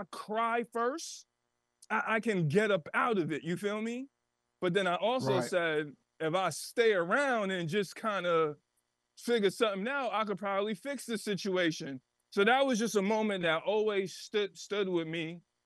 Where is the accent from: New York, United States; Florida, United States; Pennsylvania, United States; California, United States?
New York, United States; Bronx; because I was from the Bronx. I'm from the Bronx. And I used to go to Harlem to go to the Rucker.